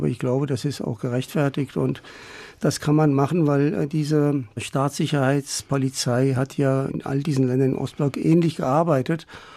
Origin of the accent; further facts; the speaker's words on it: Germany; Ja, also ich bin ja auch hier in Deutschland aufgewachsen und kann das so ein bisschen nur von der Perspektive von hier aus auf den Iran beurteilen, natürlich anders als Sie und viele andere gebürtige Deutsche.